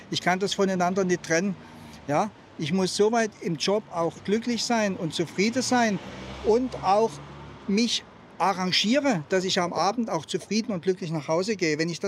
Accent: Germany; moved away as an adult; now in Switzerland; Ich bin von Grund her absolut ein Deutscher durch und durch.

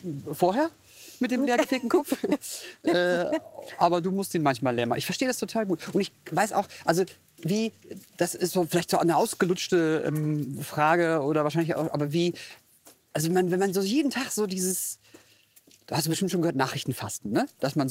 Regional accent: Hamburg, Germany; als Hamburger

